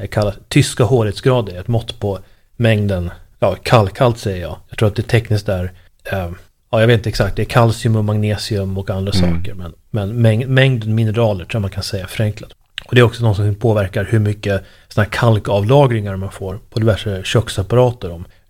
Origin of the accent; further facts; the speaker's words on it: Uppsala, Uppsala County, Sweden; now in Stockholm, Sweden; Jag tycker ju kranvattnet i min hemstad Uppsala smakar väldigt bra. Jag har bott i Stockholm väldigt länge